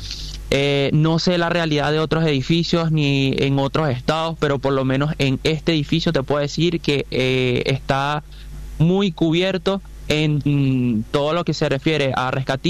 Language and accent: Spanish; Venezuela; como venezolano aquí estamos